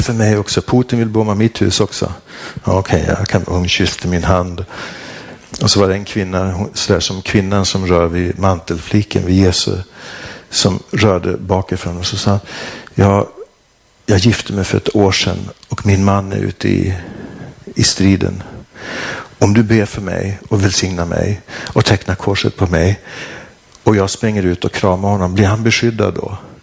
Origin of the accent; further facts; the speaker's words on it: Sweden; jag är präst från Sverige.